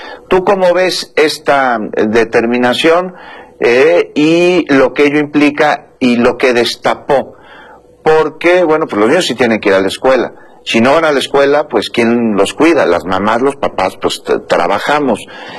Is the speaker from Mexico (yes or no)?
yes; Mexico